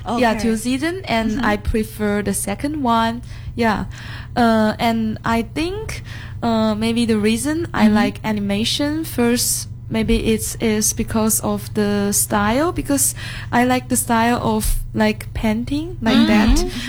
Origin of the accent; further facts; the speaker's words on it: Guangzhou, Guangdong, China; English is a second language; moved away as an adult; now in Indonesia; Oh, I'm from Guangzhou.